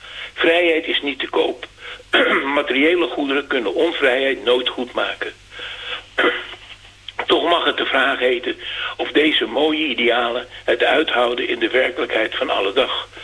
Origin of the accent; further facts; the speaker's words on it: Amsterdam, North Holland, Netherlands; born there